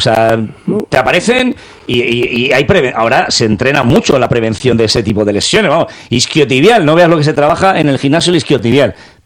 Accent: Badajoz, Extremadura, Spain

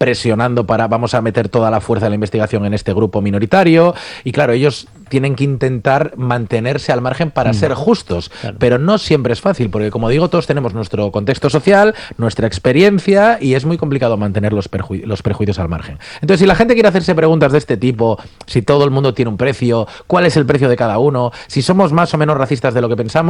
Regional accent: Vigo, Galicia, Spain; Yo, por ejemplo, hombre, pues soy del Celta de Vigo. Soy

